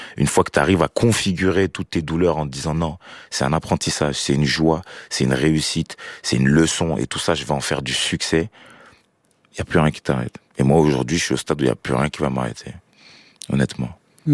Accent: Cameroon; C'était important pour moi de retourner au Cameroun parce que c'est de là d'où je viens, et même si j'ai jamais vraiment connecté avec cet endroit, je pense qu'il y a un espèce de lien psychique avec mon pays, mes terres et ma terre-mère.

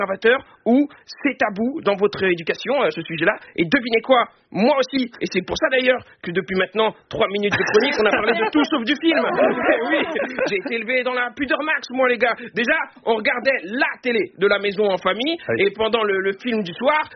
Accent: Algeria; Moi je suis algérien, vous êtes tunisienne.

